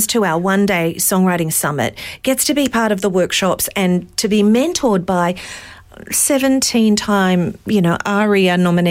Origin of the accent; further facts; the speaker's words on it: Mackay, Queensland, Australia; it was born of an idea that I grew up in Mackay, born and raised.